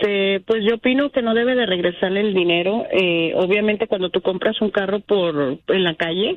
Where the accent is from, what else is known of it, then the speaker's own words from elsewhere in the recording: Jalisco, Mexico; ¡No, señor, soy de Jalisco!